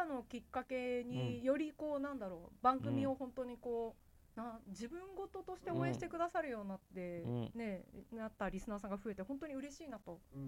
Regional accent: Tottori, Japan; はい、私のふるさと、まあ、鳥取県のね、はい、2大キャラクターだって空港の名前にもなってますから、うん、私の実家からめっちゃもう近い

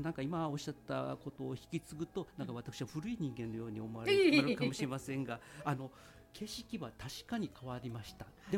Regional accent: Osaka, Japan; accent: Kawachi dialect; 実はね河内弁ってね、はい、あんまり受けが良くなかったり怖いっていうイメージがあるので、はい、頭の中で大阪弁に翻訳して、うん、さらに東京なんかでは標準語に翻訳して

